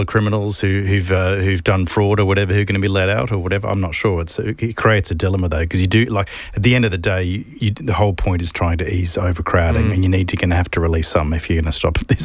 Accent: Australia; being an Australian

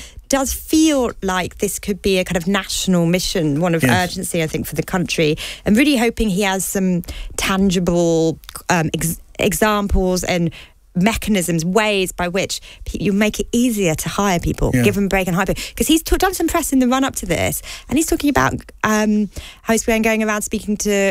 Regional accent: United Kingdom; Well, I guess as British, like in Britain

